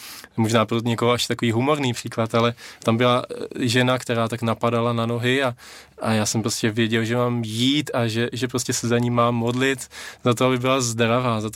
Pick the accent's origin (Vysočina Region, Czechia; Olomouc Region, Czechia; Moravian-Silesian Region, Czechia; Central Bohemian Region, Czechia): Central Bohemian Region, Czechia; Kolín; pocházím z Kolína, tam mají takovou výtečnou pekárnu